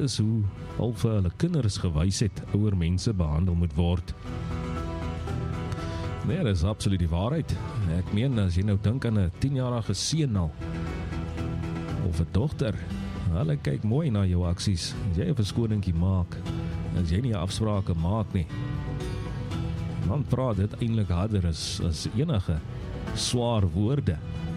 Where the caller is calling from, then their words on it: Jeffreys Bay, Eastern Cape, South Africa; van Jeffrey's Bay.